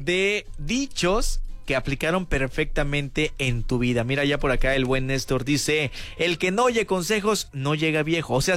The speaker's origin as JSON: {"language": "Spanish", "town": "Acapulco", "region": "Guerrero", "country": "Mexico", "moved": "yes", "said": "es que donde yo vengo, pues sí, es muy diferente el clima. Y me dice, ¿de dónde vienes? Le digo, de Acapulco."}